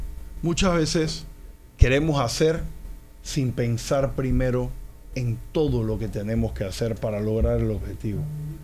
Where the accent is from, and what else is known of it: Panama